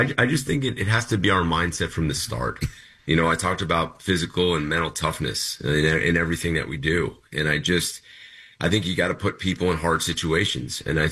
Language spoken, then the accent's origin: English; New Jersey, United States; now in Miami, United States; You know, I'm from New Jersey.